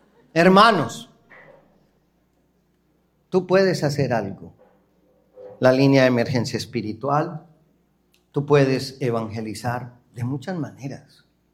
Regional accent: Colombia

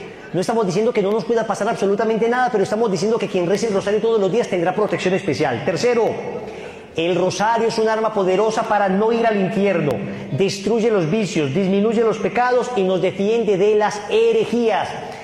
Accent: Medellín, Antioquia, Colombia; also born or lived in Cali / Granada; después vivimos en Cali un tiempo, después regresamos ya, yo pasé como el inicio de mi adolescencia en Granada y ya después nos volvimos a Medellín.

